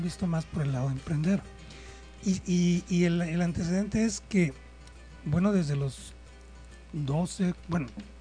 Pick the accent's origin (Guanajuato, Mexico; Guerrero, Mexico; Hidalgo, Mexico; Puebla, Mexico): Guerrero, Mexico; Acapulco; born there; Ah, en Acapulco.